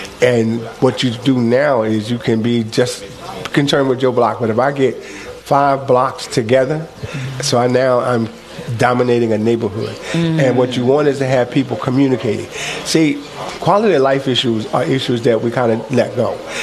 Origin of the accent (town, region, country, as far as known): Philadelphia, Pennsylvania, United States; born or raised there